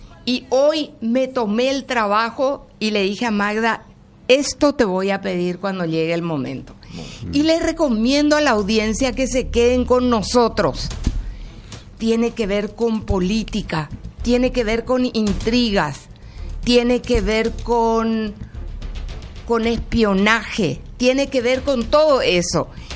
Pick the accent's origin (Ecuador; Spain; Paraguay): Paraguay; Somos paraguayos, somos valientes